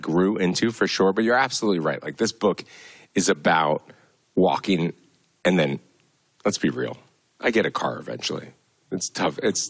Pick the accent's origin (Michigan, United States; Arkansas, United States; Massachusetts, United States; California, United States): Massachusetts, United States; Boston; I grew up unhoused in Boston.